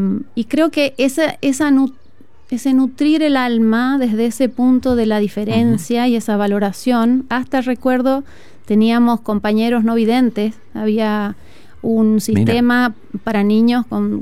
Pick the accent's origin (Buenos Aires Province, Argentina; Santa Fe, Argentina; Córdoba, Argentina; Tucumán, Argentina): Tucumán, Argentina; Sí, yo soy del norte de Argentina.